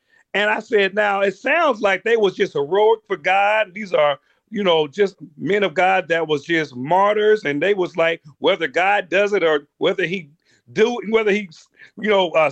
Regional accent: Oakland, California, United States; Now, I grew up in Oakland and my daddy's a preacher.

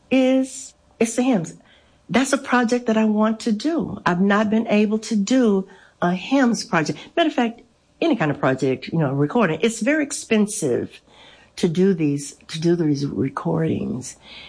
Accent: Louisiana, United States; moved away; also born or lived in Texas; I was raised in Louisiana

